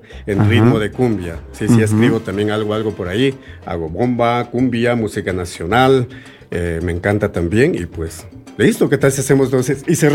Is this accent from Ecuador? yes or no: yes; Ecuador; nosotros como ecuatorianos, como latinos